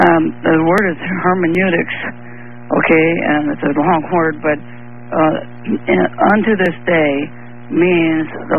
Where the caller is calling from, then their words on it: Sacramento, California, United States; I'm calling from Sacramento.